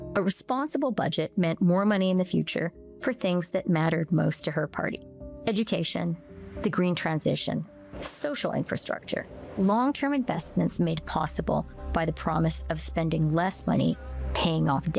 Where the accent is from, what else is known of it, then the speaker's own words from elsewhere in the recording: Canada; my home country of Canada, where I served as finance minister during and after COVID.